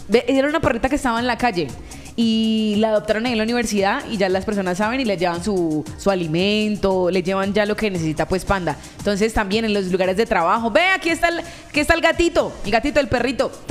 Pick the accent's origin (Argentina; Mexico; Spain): Spain; born there; Mi tierra natal, ¿Qué está diciendo? Españoles desde nacimiento.